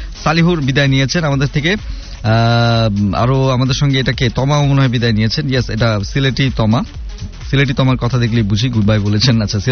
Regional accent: Dhaka, Dhaka Division, Bangladesh; আমার বাড়ি তো পুরান ঢাকা

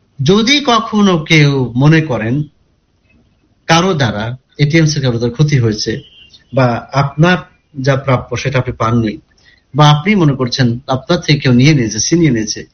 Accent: Kushtia, Khulna Division, Bangladesh; আমার বাড়ি যেমন কুষ্টিয়া

